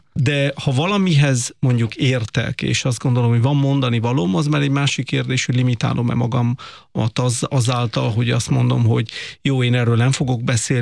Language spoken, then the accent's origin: Hungarian; Italy; now in Hungary; Tehát én Olaszországban születtem, ott szocializálódtam egy másik politikai kultúrában